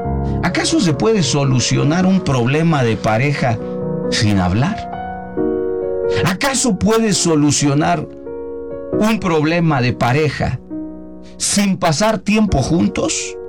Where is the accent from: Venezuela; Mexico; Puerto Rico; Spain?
Mexico